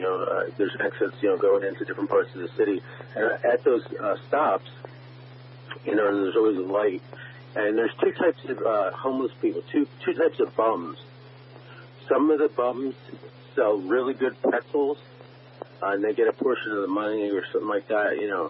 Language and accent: English; New Jersey, United States; I'm back, you know, I'm from Jersey.